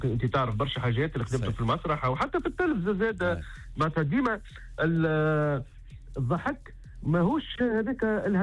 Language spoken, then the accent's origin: Arabic; Tunisia; نقولوا شنو هي المشاكل اللي عندنا في تونس وكيفاش نصلحوها